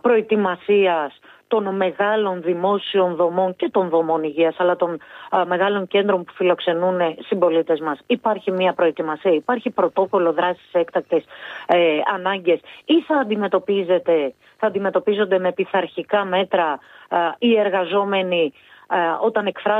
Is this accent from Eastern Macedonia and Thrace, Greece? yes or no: yes; Eastern Macedonia and Thrace, Greece; Και θα μου επιτρέψετε και μία αναφορά στον τόπο μου. Η μεγαλύτερη πυρκαγιά την καταγράψαμε πριν 2 χρόνια στον Εύρο.